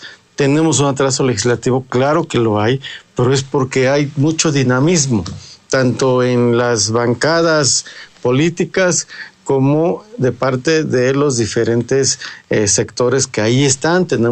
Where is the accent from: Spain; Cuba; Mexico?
Mexico; Puebla; Soy de una junta auxiliar, soy de San Sebastián de Aparicio, aquí muy cerquita del Estadio Cuauhtémoc, allá adelantito.